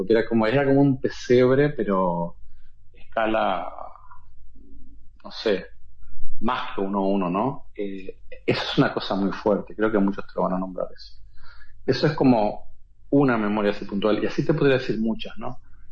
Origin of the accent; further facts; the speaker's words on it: Uruguay; soy de Uruguay